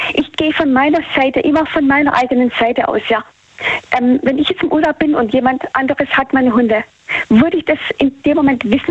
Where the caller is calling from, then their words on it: Baden-Württemberg, Germany; Kreis Böblingen Richtung Stuttgart.